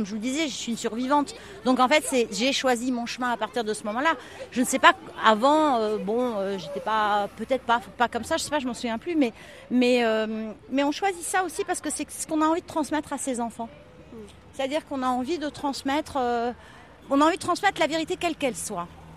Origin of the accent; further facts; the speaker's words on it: Nice, Provence-Alpes-Côte d'Azur, France; born there; Et je suis née à Nice pour ça.